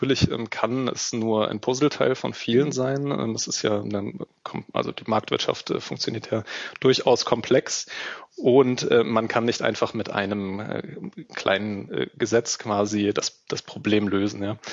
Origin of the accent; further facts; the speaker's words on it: Germany; Das sind wir als Deutsche und als Europäer